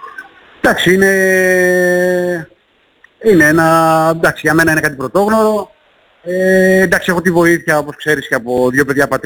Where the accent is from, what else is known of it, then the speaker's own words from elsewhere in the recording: Patras, Western Greece, Greece; είμαστε από την Πάτρα, με βοηθάνε και είναι προς τιμή τους και το σέβομαι.